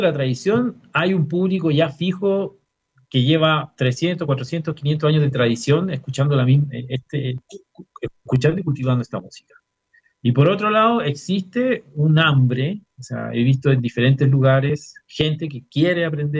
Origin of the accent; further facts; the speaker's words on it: Chuquicamata, Antofagasta, Chile; moved away; volver a mi tierra, yo nací en Chuquicamata